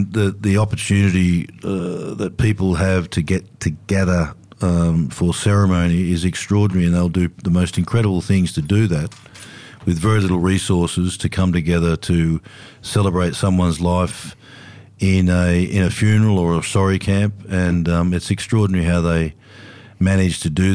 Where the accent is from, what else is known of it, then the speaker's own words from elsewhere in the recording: Sydney, New South Wales, Australia; I grew up in Sydney